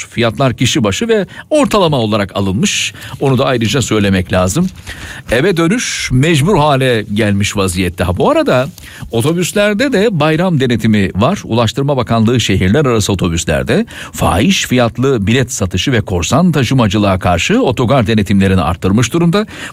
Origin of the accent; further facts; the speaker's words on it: Konya, Turkey; now in Istanbul, Turkey; İstanbul'dan Konya'ya, memleketime otobüsle gideyim diyorsam